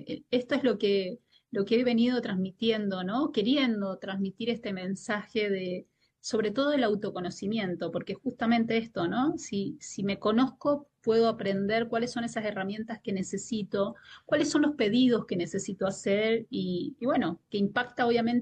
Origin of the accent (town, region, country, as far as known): Mendoza, Argentina; moved away